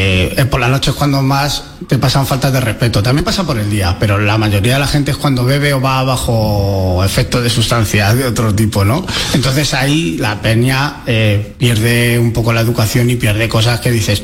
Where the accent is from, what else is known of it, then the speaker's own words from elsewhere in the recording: Madrid, Community of Madrid, Spain; Porque yo soy madrileño, he conducido desde los 18 años por Madrid.